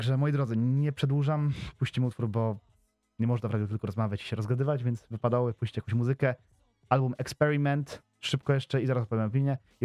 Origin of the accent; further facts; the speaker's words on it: Piaseczno, Masovian Voivodeship, Poland; Bo jestem z okolic południowej, z części Warszawy Piaseczne, także bardziej tam w kierunku Grójca